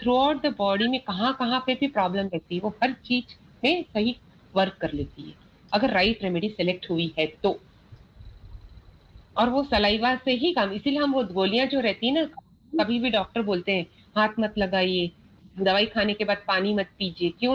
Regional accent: Raipur, Chhattisgarh, India; मैं छत्तीसगढ़ रायपुर से हूँ

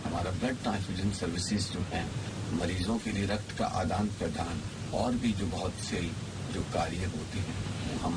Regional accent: Jaipur, Rajasthan, India; मैं जयपुर से आया हूँ यहाँ पर।

